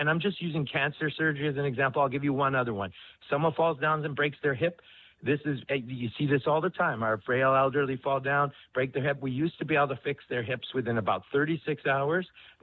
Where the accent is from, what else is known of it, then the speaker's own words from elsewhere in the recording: Alberta, Canada; I'm a Canadian. I'm an Albertan.